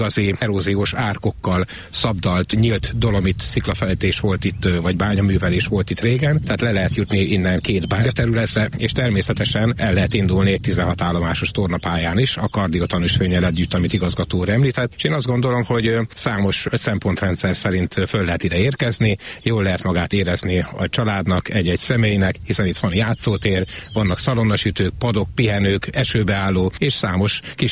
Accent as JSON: {"language": "Hungarian", "country": "Hungary", "tie": "born or raised there", "said": "Igen, én a település szülötte vagyok. Alapvetően itt gyerekeskedtem, itt nőttem föl. Nem is messze lakunk innen a kilátótól, a nagymezőtől. Ha lehet azt mondani, felgyenesi vagyok, született felgyenesi."}